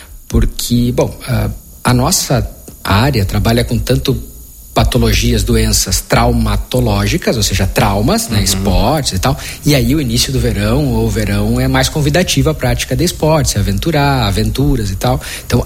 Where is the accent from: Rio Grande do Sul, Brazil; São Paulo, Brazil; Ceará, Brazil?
Rio Grande do Sul, Brazil; Santiago; moved away as an adult; also born or lived in Passo Fundo; now in Marau, Brazil; eu sou natural de Santiago, fica região centro-oeste do estado. E acabei vindo para cá 13 anos, mais ou menos